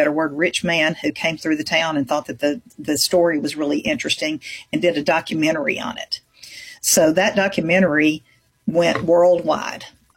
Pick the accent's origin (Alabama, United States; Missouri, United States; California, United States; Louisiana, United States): Alabama, United States; Sheffield; My hometown, Sheffield, Alabama, is part of another one of the cities there is called Muscle Shoals.